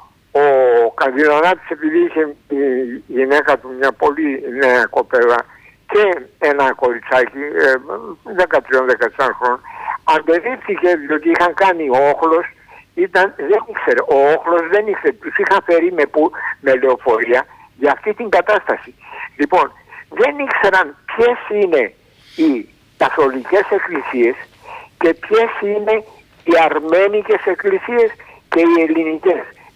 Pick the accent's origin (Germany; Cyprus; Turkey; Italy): Turkey; Istanbul; now in Greece; Είμαι από την Κωνσταντινούπολη, είμαι 82 χρονών, ήμουν 13 χρονών όταν ζήσαμε τη μαύρη αυτή με καμένο σπίτι και καμένο μαγαζί του πατέρα μου.